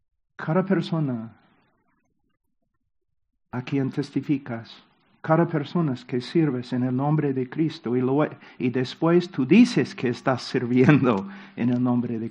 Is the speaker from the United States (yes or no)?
yes; United States; en mi país, los hombres que se rebelaron contra Inglaterra en 1776